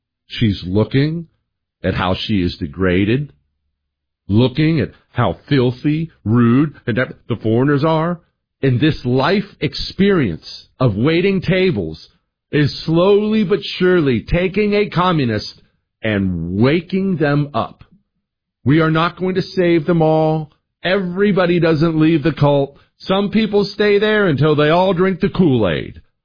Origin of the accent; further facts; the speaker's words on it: Bozeman, Montana, United States; Now, I grew up in Bozeman, Montana. It was relatively crime-free.